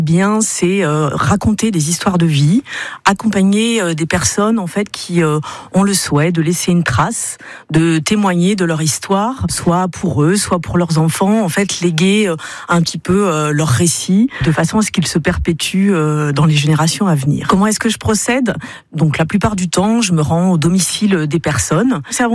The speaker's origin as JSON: {"language": "French", "town": "Parigné-l'Évêque", "region": "Pays de la Loire", "country": "France", "tie": "born or raised there", "also_born_or_lived": "Le Mans"}